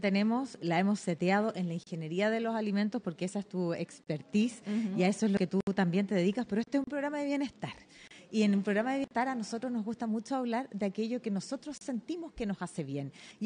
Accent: Chile; Si algo sabemos en Chile es de temblores y terremotos.

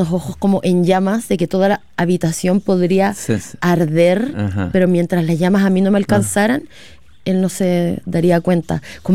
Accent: Calbuco, Los Lagos, Chile; vengo llegando de Calbuco, estamos preparando una película de la, del primer libro, y para eso hay que hacer, hay que volver atrás. y era necesario que en este caso la directora y el guionista conocieran a mi familia y mi contexto de chica.

